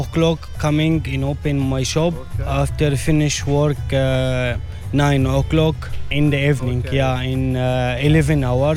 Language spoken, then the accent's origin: English; Baniyas, Tartus Governorate, Syria; English is a second language; I live by the sea in Syria. Name for Banias, Tartus.